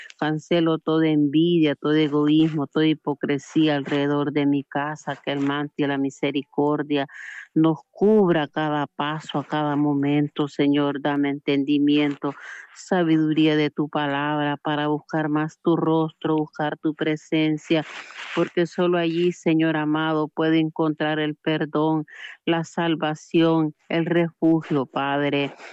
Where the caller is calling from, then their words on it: Choluteca, Honduras; La Picota Choluteca